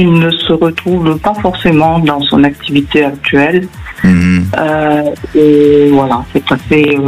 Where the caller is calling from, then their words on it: Auvergne-Rhône-Alpes, France; de la région Rhône-Alpes.